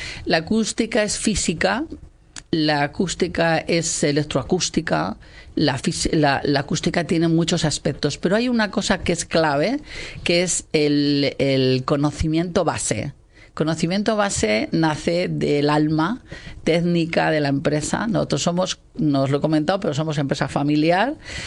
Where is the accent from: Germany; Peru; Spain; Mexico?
Spain; Castile and León; Nos decidimos a estar aquí en Castilla y León porque somos de Castilla y León